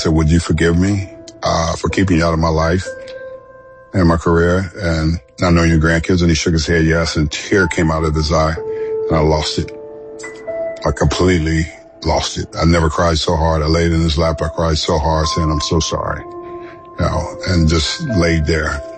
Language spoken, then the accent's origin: English; Los Angeles, California, United States; born or raised there